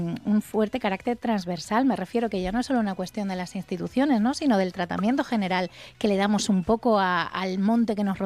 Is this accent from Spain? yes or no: yes; Moraleja, Extremadura, Spain; ellos saben que yo soy de Moraleja, de Sierra de Gata